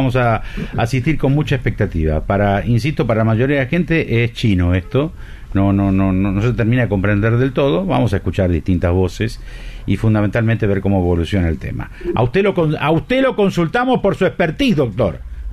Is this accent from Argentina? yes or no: yes; Rosario, Santa Fe, Argentina; somos rosarinos